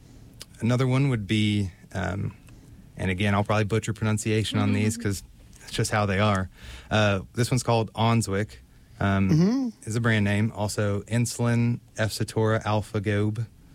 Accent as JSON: {"language": "English", "region": "Kansas", "country": "United States", "moved": "as an adult", "lives_now": "Virginia, United States", "said": "I'm from Kansas, went to the University of Missouri, played sports in college."}